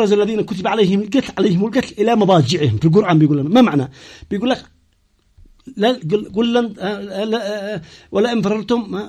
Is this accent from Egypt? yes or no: no; Yemen; فما احنا يمنيين.